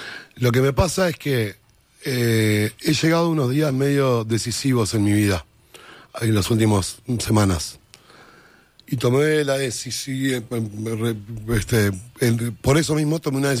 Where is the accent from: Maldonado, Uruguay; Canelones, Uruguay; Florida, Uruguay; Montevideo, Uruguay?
Montevideo, Uruguay; yo pasé toda mi niñez enfrente de esa fábrica. Bueno, toda la gente de esa zona y varias zonas más de Montevideo llenas de fábricas.